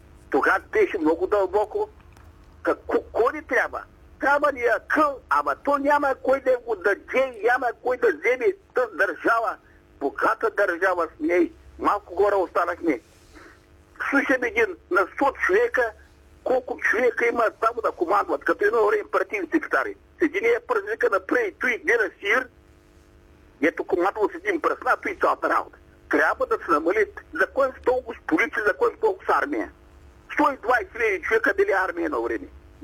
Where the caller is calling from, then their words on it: Sliven Province, Bulgaria; Аз съм тук от Сливинска район, се обаждам.